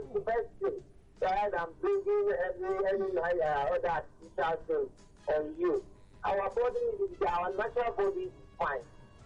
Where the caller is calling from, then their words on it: Delhi, India; I'm calling from the Delhi.